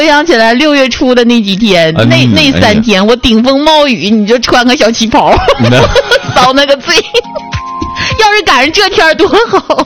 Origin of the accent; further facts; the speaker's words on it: Baicheng, Jilin, China; moved away; 就我们家，就我们老家那边，在大白城有那么一个烤面包的地方